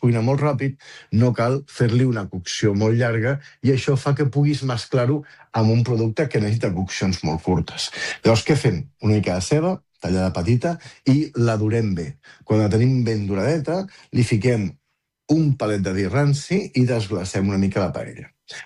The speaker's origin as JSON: {"language": "Catalan", "region": "Catalonia", "country": "Spain", "tie": "born or raised there"}